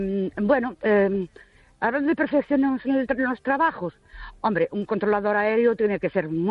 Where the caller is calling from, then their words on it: Ourense, Galicia, Spain; Buenas noches … de Ourense.